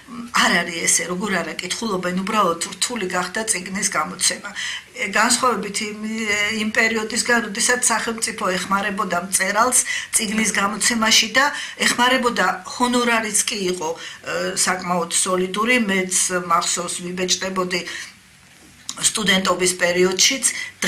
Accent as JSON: {"language": "Georgian", "region": "Tbilisi", "country": "Georgia", "tie": "born or raised there", "said": "დავამთავრე თბილისის 30-ე საშუალო სკოლა. ეს მდებარეობს კიევის ქუჩაზე. მან გავიზარდე ჩემი ბავშვობის უბანია და დღემდე ძალიან მიყვარს."}